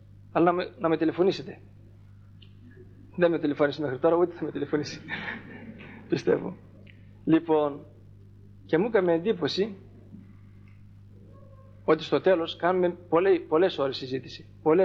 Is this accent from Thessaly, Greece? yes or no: yes; Thessaly, Greece